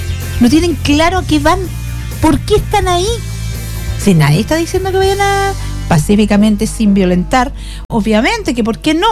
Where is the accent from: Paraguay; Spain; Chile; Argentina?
Chile; tienen que entender que nosotros somos el futuro de Chile, po. Entonces, como somos el futuro de Chile